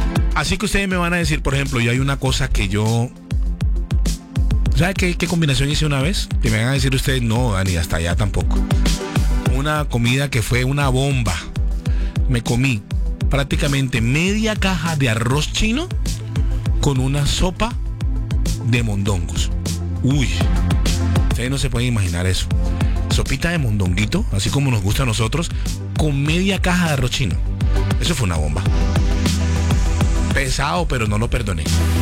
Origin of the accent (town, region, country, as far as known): Colombia